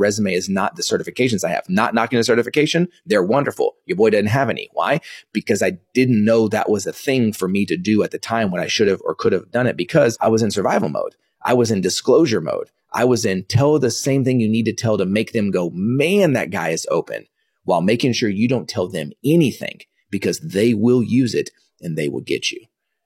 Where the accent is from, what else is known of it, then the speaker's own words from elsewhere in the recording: Dallas, Texas, United States; also born or lived in Kansas; So I was born in 1983. I was born in Kansas. I only lived there for about a week. Came back to Dallas